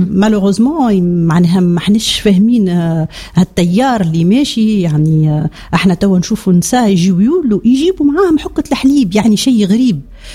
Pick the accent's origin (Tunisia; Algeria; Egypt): Tunisia; عندنا في تونس